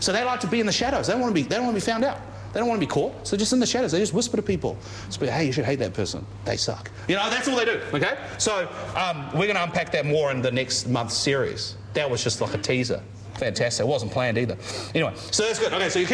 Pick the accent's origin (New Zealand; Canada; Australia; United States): New Zealand; Auckland; I grew up in Auckland, the land of Uber Eats.